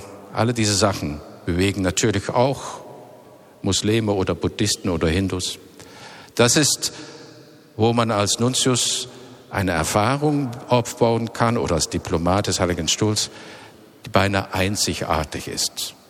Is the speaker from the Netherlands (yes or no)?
yes; Netherlands; German is a second language; moved away as an adult; now in Berlin, Germany; Ich komme natürlich aus einem Land, wo wir haben in Holland, so sind wir Holländer, Diskussionskultur.